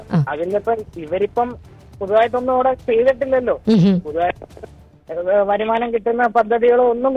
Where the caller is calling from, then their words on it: Haripad, Kerala, India; Harippad.